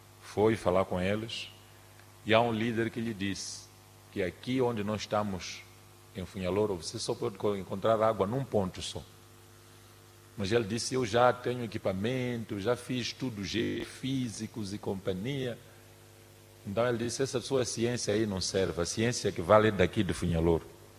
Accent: Mozambique; que a história deste momento que nós estamos a atravessar como moçambicanos desenhe um caminho para um futuro melhor

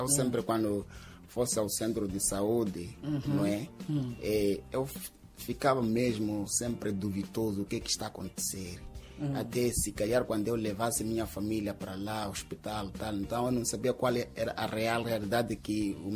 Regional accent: Namialo, Nampula, Mozambique; sou natural de Namialo, distrito de Mekonta.

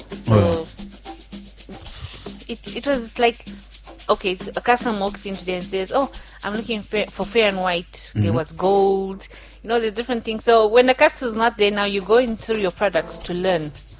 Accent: Kitwe, Copperbelt, Zambia; also born or lived in Kapiri Mposhi / Zimbabwe; So I was born in Kapiri, then after some time, we went to Zimbabwe. I think for quite some years. Then I came back to Zambia when I was a teenager.

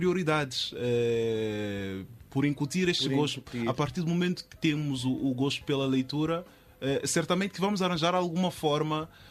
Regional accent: Maputo, Maputo City, Mozambique; born or raised there

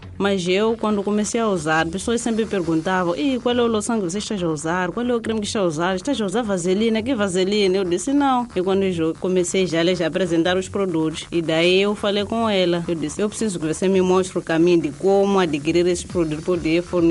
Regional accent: Manjacaze, Gaza, Mozambique; Sou natural de Manjacaze

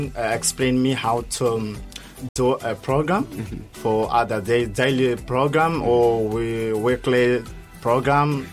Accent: Bazaruto Island, Inhambane, Mozambique; English is a second language; I'm from Bazaruto Island.

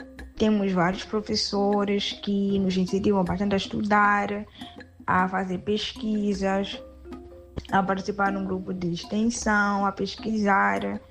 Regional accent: Beira, Sofala, Mozambique; moved away as an adult; now in Ceará, Brazil; sou moçambicana, natural da cidade da Beira, e atualmente sou estudante no Brasil.

